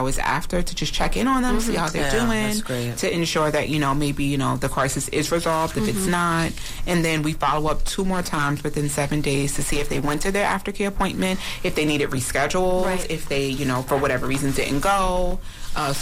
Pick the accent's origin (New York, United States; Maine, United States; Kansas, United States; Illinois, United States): New York, United States; New York City; I'm from Brooklyn.